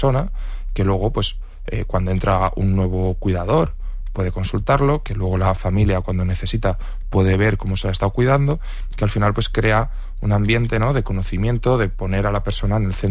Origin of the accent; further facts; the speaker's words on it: Ayora, Valencian Community, Spain; crecimos en Ayora, en un pueblo pequeñito